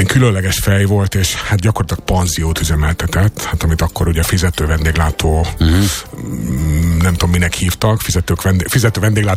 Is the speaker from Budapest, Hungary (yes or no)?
yes; Budapest, Hungary; én itt a 11. körületben nőttem föl